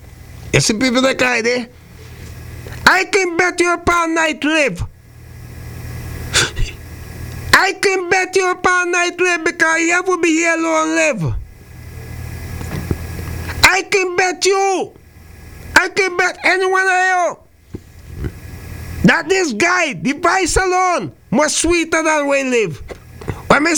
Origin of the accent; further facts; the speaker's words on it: St. Vincent & Grenadines; now in Antigua and Barbuda; St. Vincent and the Grenadines is my hometown.